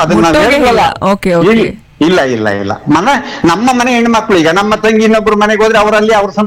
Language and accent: Kannada; Mandya district, Karnataka, India; ನಮ್ಮೂರ ಹೆಸರು ಮಂಡ್ಯ ಜಿಲ್ಲೆ ಮದ್ದೂರು ತಾಲೂಕು ತಾಳೆಮೆಲೆ ದೊಡ್ಡಿ ಎಂಬ ಗ್ರಾಮ.